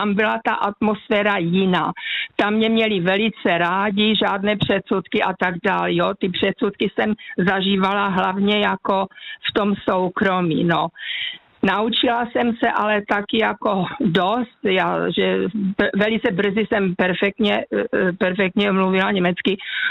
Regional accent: Ostrava, Moravian-Silesian Region, Czechia; A přitom jsme byli v mém rodném městě, já pocházím z Ostravy, ve čtvrti, kde jsem měla spoustu přátel, rodiny a tak dál.

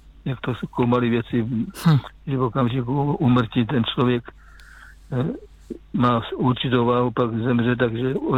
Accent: Žeravice, South Moravian Region, Czechia; born or raised there; also born or lived in Kopřivnice

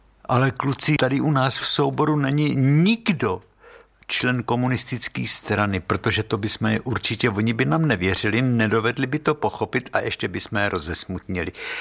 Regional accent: Bohemia, Czechia; jsme z Čech a Černé divadlo z Prahy

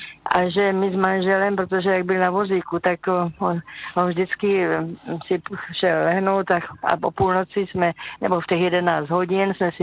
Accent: South Moravian Region, Czechia; jeli jsme školu v Brně, myslím, že kousek od Brna to máme, doprava výborná

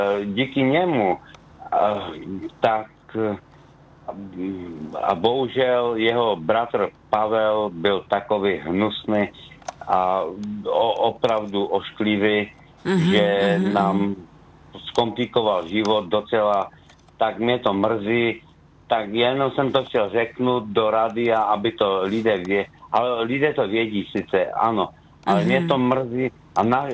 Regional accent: Skotnice, Moravian-Silesian Region, Czechia; já jsem na to pyšný, že jsem … že jsem ze Skotnice

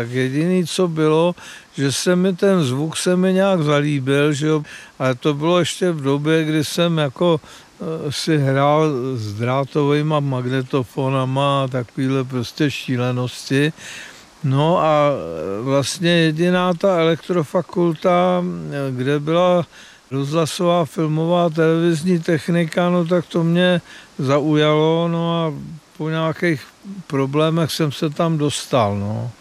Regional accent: Strakonice, South Bohemian Region, Czechia; Já jsem se narodil ve Strakonicích, tam byly dvě kina, Kino Svět a Kino Oko.

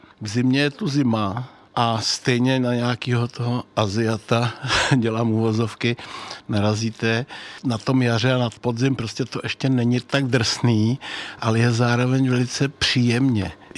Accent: Blatná, South Bohemian Region, Czechia; also born or lived in Strakonice / České Budějovice / Brloh; now in Český Krumlov, Czech Republic; Já si myslím, že jsem Jihočech v podstatě od A až do Z, nebo já nevím, jak bych to měl říct, protože já během svého pracovního a studijního života jsem nevytáhl z jižních Čech paty.

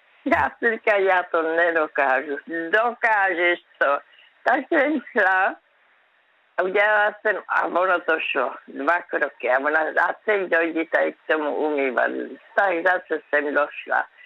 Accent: Brno, South Moravian Region, Czechia; Víte, kde jsem vyrostla v Kamence? To je samý vrch, samý kopec v Brně.

